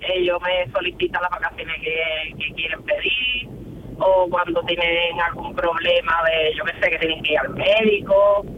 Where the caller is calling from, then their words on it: Jerez de la Frontera, Andalusia, Spain; unos 30 y muchos. De Jerez a Puerto Real